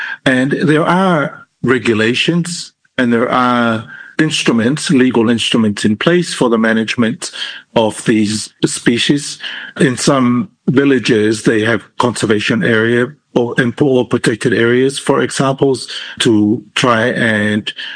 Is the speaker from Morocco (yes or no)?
no; Utuali'i, American Samoa; I grew up in Utuali'i, right along the coast.